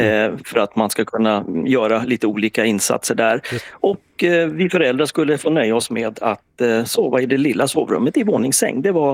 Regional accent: Täby, Stockholm County, Sweden; born or raised there

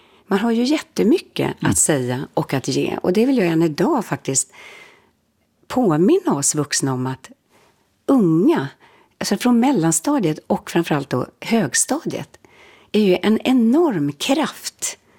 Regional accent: Stockholm, Stockholm County, Sweden

